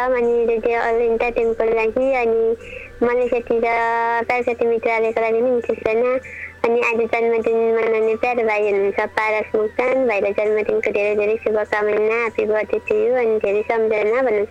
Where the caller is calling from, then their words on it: Ilam, Koshi Province, Nepal; मेरो खबर ठिकै छ इलामतिर अनि ठिकै भनौँ न